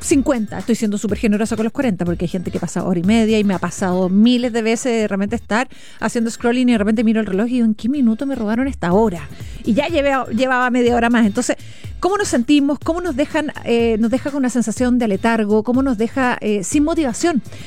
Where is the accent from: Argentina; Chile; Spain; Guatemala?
Chile